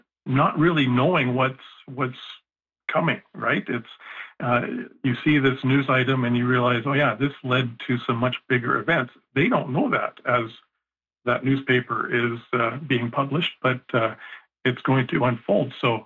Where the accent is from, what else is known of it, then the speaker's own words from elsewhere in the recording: Kane, Manitoba, Canada; moved away as an adult; now in Morden, Canada; I grew up in the area. I grew up in a small town called Kane, which is about half hour northeast of here.